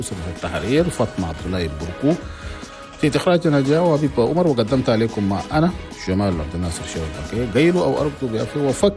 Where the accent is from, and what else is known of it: Chad